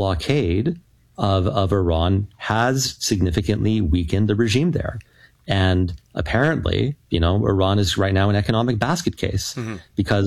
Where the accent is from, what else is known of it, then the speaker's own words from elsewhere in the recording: Canada; And as a Canadian, and I see this reflected in many Americans as well, there's just this overall sense of exhaustion